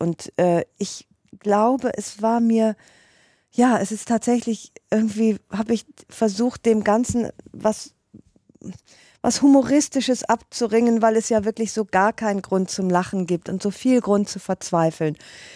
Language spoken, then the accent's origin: German; Rhineland, Germany; weil ich ich bin ja Rheinländerin und Ungarin, also in entsprechenden Situationen bin ich durchaus dramatisch und auch glaubwürdig.